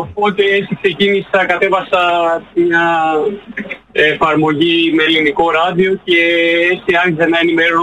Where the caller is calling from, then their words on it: Germany; από Γερμανία.